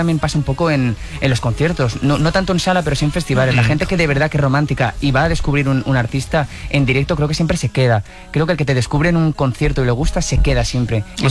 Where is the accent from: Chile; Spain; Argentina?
Spain; Valencian Community